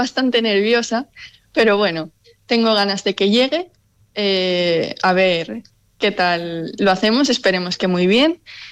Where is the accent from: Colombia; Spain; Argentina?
Spain; Luanco, Asturias; la Escuela de Música del Luango, de mi pueblo